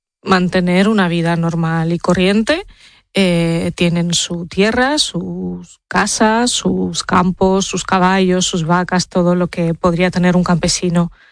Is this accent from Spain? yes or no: yes; Spain; born there; also born or lived in Tokmak, Zaporizhzhia Oblast, Ukraine; Desde los 7 años vivo en España